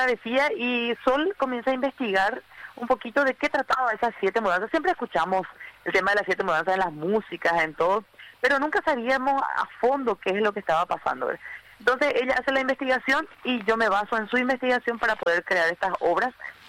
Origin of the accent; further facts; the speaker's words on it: Villarrica, Guairá, Paraguay; Villarrica, somos de la República del Guairá